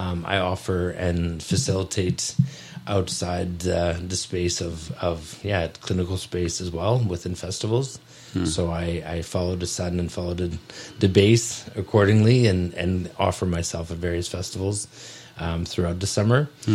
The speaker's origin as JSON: {"language": "English", "country": "Netherlands", "also_born_or_lived": "Nelson, Canada", "moved": "yes", "lives_now": "Penticton, Canada", "said": "I'm pretty short for a Dutchman"}